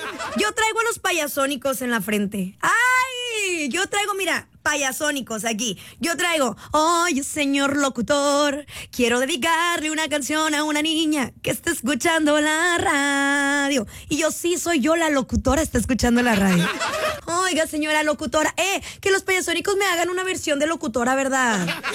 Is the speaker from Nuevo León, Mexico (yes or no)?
yes; Monterrey, Nuevo León, Mexico; Yo no soy chiri, güey. Yo soy 100% regia.